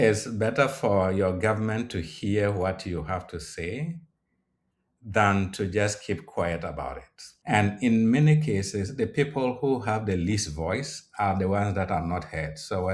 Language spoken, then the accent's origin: English; Ghana; I'm originally from Ghana. I don't get up from Ghana and go to Cameroon and do a survey or go to Nigeria and do a survey.